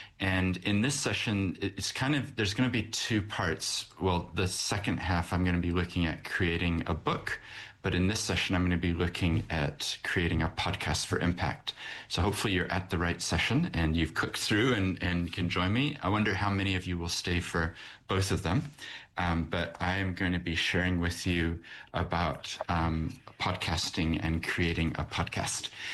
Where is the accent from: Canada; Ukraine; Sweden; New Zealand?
New Zealand; Christchurch, Canterbury; born there; also born or lived in United States / London / Tokyo / Sydney; The first thing you'd noticed was that I have an accent, and that's because I'm from America originally, but moved to Aotearoa when I was only 8 years old. So I actually grew up here in Christchurch and have moved around the world as well. So I've lived in London and Tokyo and Sydney.